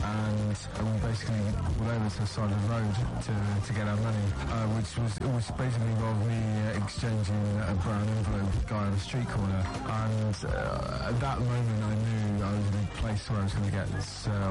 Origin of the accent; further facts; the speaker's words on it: London, United Kingdom; I'm from London, UK. I am a documentary photographer.